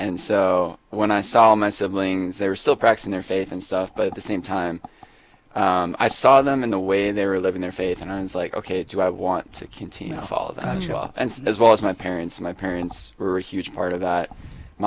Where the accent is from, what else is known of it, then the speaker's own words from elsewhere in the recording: Rosemount, Minnesota, United States; So I grew up in Rosemont, Minnesota, which is about 30 minutes south of the Twin Cities area.